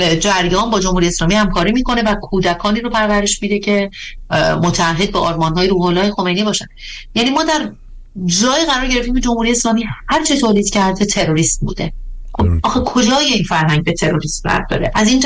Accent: Iran; چون من ایرانیم

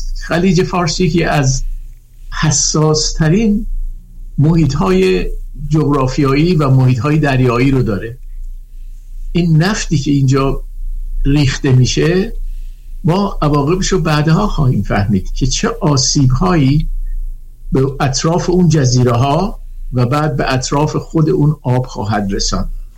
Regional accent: Abadan, Khuzestan, Iran; moved away; من خودم در آبادان بزرگ شدم

